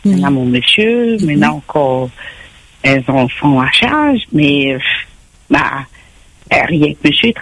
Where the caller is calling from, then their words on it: Réunion; j'habite sur Quartier Français.